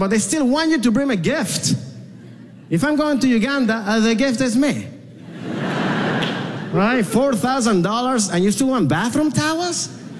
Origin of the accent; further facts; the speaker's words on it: Venezuela; I was like, what? I'm from Venezuela.